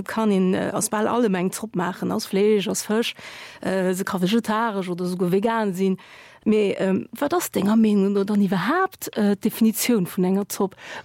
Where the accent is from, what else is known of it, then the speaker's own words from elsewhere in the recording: Portugal; German is a second language; Aber ja, wie ich als Portugiesin, es sind auch so, weißt du, wie du, ich bin am Anfang mal Zoppen abgewusst.